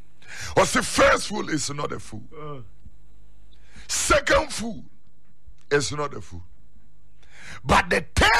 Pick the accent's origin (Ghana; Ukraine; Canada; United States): Ghana; Accra, Greater Accra; born there; I was born in Accra, so I see myself more as a girl than a kwewu person.